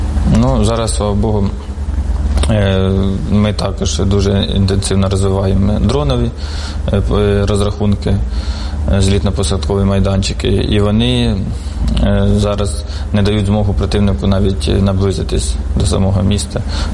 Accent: Sumy, Sumy Oblast, Ukraine; Із Сумщини, з Суми.

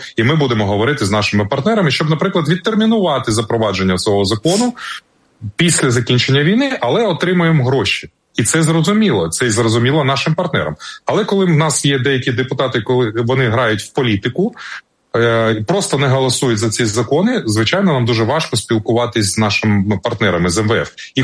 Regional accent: Odesa, Odesa Oblast, Ukraine; я представник міста Одеса, я одесит

